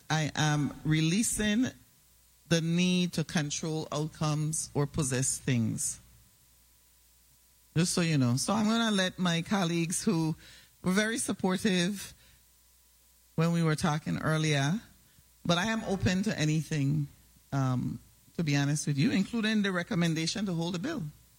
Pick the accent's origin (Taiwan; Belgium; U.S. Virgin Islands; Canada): U.S. Virgin Islands; St. Croix; born there